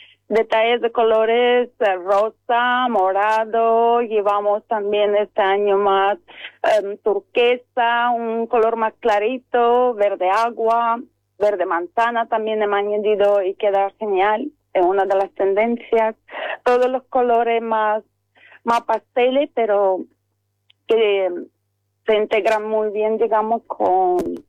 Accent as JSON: {"language": "Spanish", "country": "Estonia", "accent": "Estonian", "second_language": "Spanish", "moved": "yes", "lives_now": "Málaga, Spain", "said": "yo soy de Estonia, como se oye en el acento, llevo aquí más de 25 años en Málaga."}